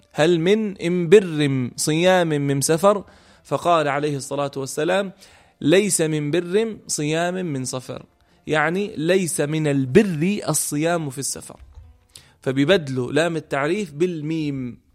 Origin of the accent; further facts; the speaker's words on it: Jordan; إحنا اليوم بالأردن